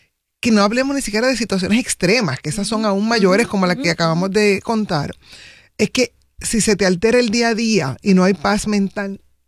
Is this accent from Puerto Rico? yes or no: yes; Caguas, Puerto Rico; Yo soy de una urbanización clase media en Caguas